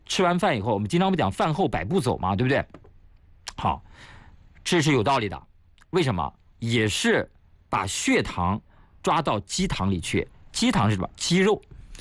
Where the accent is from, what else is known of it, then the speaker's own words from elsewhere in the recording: Shanxi, China; 我山西人啊